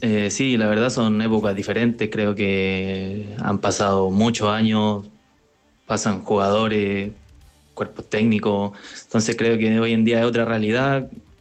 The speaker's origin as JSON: {"language": "Spanish", "country": "Chile", "said": "Creo que como chileno vamos a salir obviamente a ganar."}